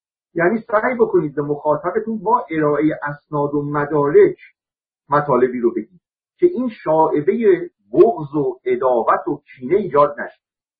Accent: Iran; من به عنوان یک ایرانی

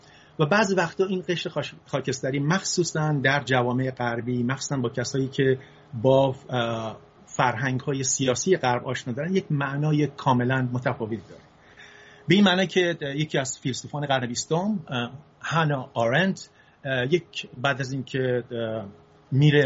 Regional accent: Isfahan, Iran; also born or lived in Fasa; من تو سال 1337 در شهر فسا متولد شدم، یکی از شهرهای استان فارس. پدرم کارمند بانک بود و بعد از یکی دو سال هم شد رفت تهران. یکی دو سال پدرم توی تهران بود و بعد اومد به اصفهان

